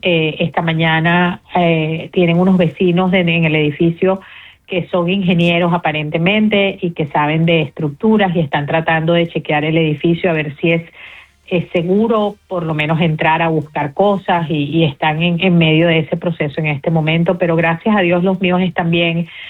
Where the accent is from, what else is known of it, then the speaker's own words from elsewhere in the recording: Venezuela; moved away; mi mamá vive en Caracas, mi hermana vive en Caracas. Yo estoy viviendo esto no solamente como activista, sino como venezolana directamente afectada por mi familia.